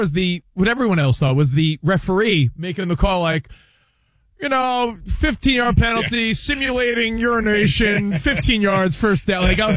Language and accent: English; East Coast, United States; moved away as an adult; now in West Coast, United States; growing up in the East Coast